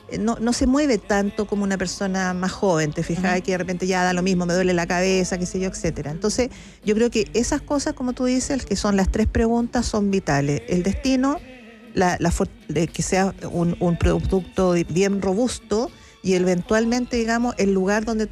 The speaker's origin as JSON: {"language": "Spanish", "country": "Chile"}